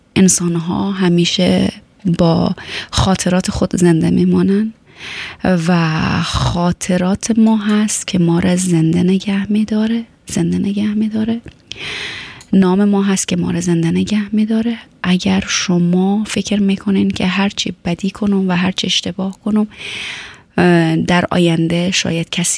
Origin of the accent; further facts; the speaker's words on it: Afghanistan; moved away; ما و شما هم از افغانستان آمدیم